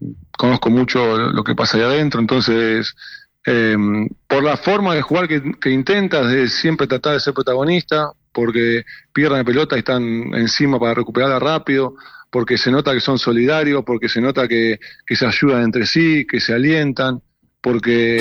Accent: Argentina; que el 100% de los argentinos nos sentimos identificados con lo que ellos hacen. Porque nosotros somos eso, los argentinos.

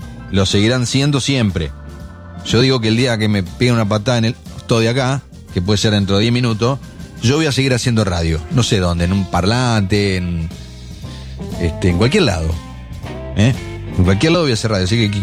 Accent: Argentina; Somos argentinos

